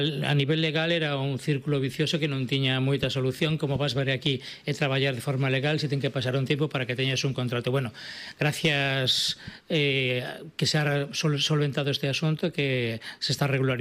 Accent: Galicia, Spain; Home, somos galegos, nos gusta comida e nos gusta...

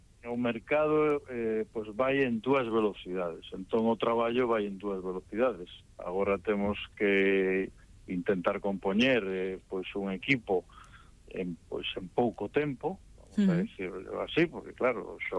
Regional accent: Galicia, Spain; now in A Coruña, Spain; Bueno, eu son mariñán de Lugo, fun abonado do Brogán, vivo na Coruña

